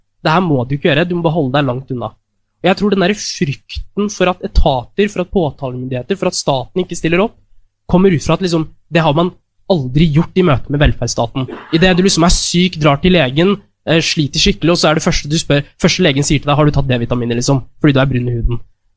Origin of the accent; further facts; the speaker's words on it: Fredrikstad, Østfold, Norway; jeg er fra Fredrikstad, en kommune der vi har et levende nynazistisk miljø.